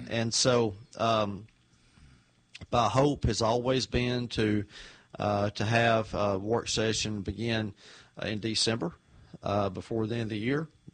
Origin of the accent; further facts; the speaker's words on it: Nashville, Tennessee, United States; you and I grew up around Nashville